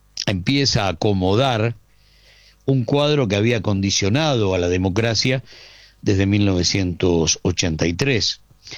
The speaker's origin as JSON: {"language": "Spanish", "country": "Argentina"}